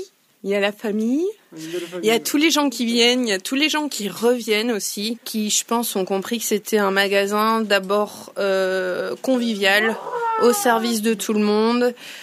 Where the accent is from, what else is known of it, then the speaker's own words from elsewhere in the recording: Lille, Hauts-de-France, France; moved away; je suis remontée dans le Nord parce qu'on est originaire de Lille.